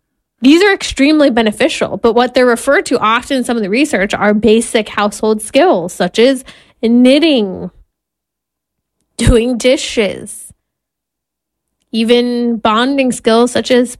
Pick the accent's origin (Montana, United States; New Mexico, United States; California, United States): California, United States; Because I love my home state of California.